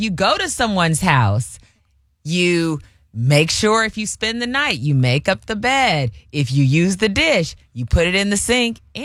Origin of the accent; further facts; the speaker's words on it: Fremont, United States; growing up in Fremont